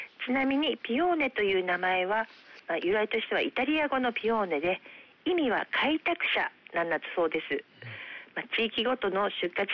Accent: Okayama, Japan; 私たち岡山っ子は親しみを込めてアレキと呼んでいます。

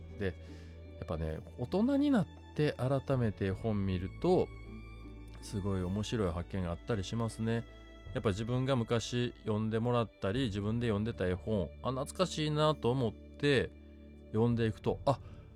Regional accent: Kansai, Japan; accent: Kansai-ben; 僕はあのネイティブスピーカーなんで関西弁のね

